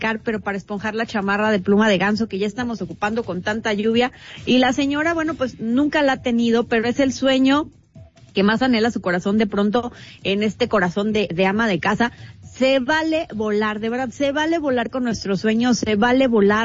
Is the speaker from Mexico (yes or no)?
yes; Mexico; nosotros como buenos mexicanos sabemos del cómo se mueve la economía